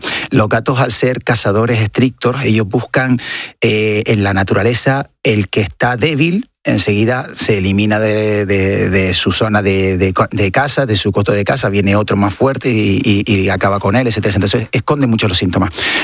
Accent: Canary Islands, Spain; now in Madrid, Spain; yo lo estoy sufriendo ahora mismo aquí en Madrid, vengo de Canarias, que estamos a 26 graditos

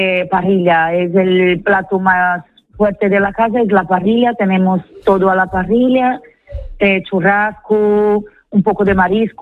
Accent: São Luís, Maranhão, Brazil; moved away as an adult; now in A Coruña, Spain; São Luís es mi pueblo en Brasil.

